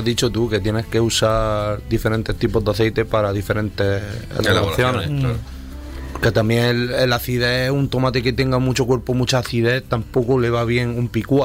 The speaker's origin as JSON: {"language": "Spanish", "region": "Andalusia", "country": "Spain", "said": "las mermeladas del Oruso, que están en Sabores de Almería y está justo al lado de mi pueblo"}